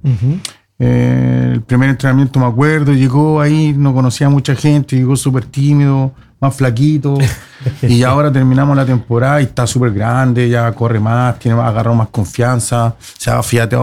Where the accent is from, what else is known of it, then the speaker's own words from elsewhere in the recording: Concón, Valparaíso, Chile; yo soy de Concón. Yo vivo en Concón, o sea, mi familia, mi padre, yo me crié en Concón, nací en Concón.